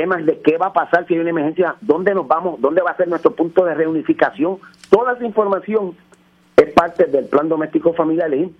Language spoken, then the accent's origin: Spanish; Puerto Rico; como puertorriqueños de esta bella isla de Borinque